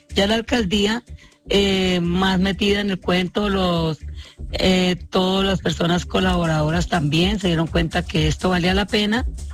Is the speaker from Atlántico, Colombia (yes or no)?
no; Chaparral, Tolima, Colombia